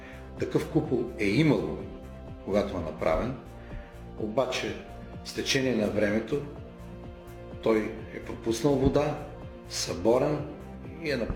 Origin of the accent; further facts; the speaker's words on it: Pazardzhik, Pazardzhik Province, Bulgaria; Аз съм от Мала Котловица